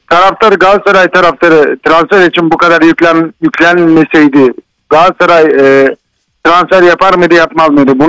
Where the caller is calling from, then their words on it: Istanbul, Turkey; İstanbul'dan arıyorum.